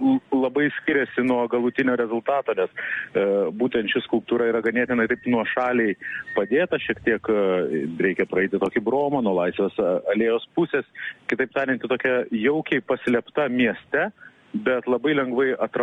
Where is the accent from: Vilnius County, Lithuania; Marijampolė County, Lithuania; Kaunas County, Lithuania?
Kaunas County, Lithuania; Kaunas; O aš kaip kaunietis, kuris visai šalia mokėsi, šalia yra mano mokykla, tai aš tą puikiai erdvę pažįstu